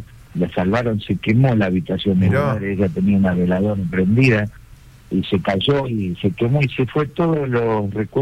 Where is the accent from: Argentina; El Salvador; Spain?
Argentina; moved away; estaba mi padre, un gran amigo mío, que vinieron de Argentina, de mi pueblo